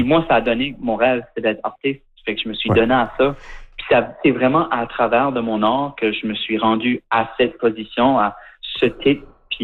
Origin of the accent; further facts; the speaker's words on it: Shediac, New Brunswick, Canada; now in Montreal, Canada; moi j'ai grandi à Shediac au Nouveau-Brunswick.